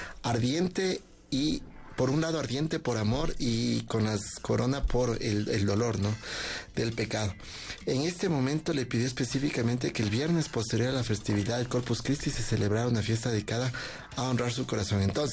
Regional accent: Ecuador; nosotros, todos nosotros la podemos vivir como ecuatorianos

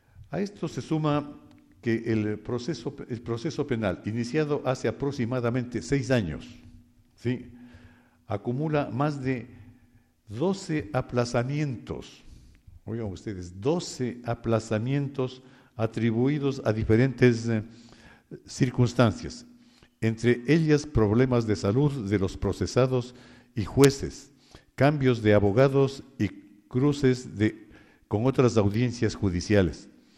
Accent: Ecuador

